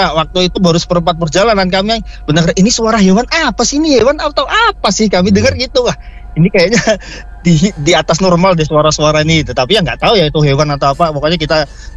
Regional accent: Java, Indonesia; moved away; saya kan besar di Jawa.

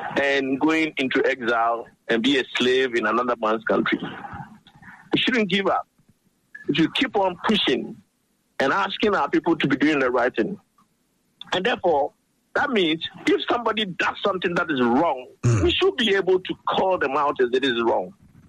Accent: Ghana; Well, you see, because I'm a Ghanaian, I'm able to say we are all generally very bad people.

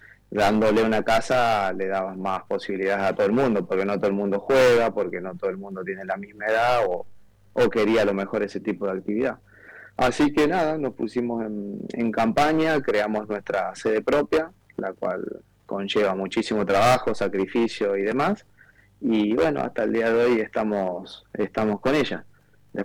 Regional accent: Córdoba, Argentina; moved away as an adult; now in Málaga, Spain; Si bien yo soy del interior, soy de Córdoba, pero viajábamos mucho para Buenos Aires a poder ver a Boca

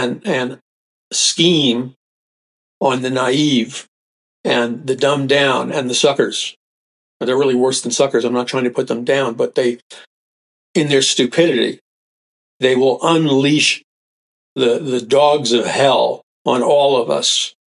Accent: New York City, New York, United States; I remember growing up in New York City, people talk very straight, a lot of people are turned off, but you know, I can't do anything about that. That's where I was raised.

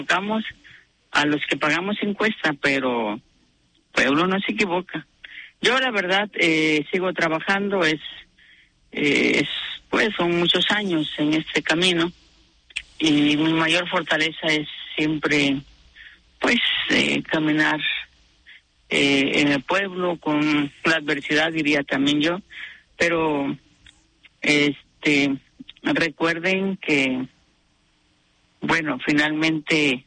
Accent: Mexico; qué significa el mismo pues respeto, ¿no?, que se requiere de nuestra vida como mexicanos.

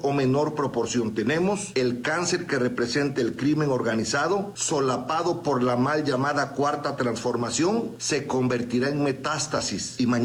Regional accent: Veracruz, Mexico; Como veracruzano, víctima reci

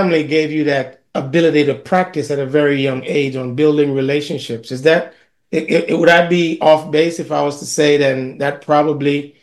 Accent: Jamaica; I'm from Jamaica

